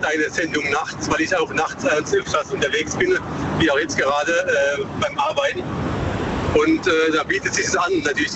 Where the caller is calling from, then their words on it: Baden-Württemberg, Germany; aus der Nähe von Bruchsal.